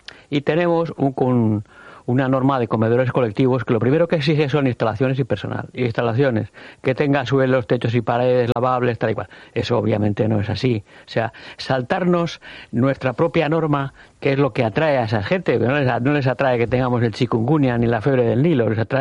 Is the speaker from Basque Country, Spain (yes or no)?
yes; San Sebastián, Basque Country, Spain; yo he nacido y vivido en esas zonas, sin embargo vivo en Amara.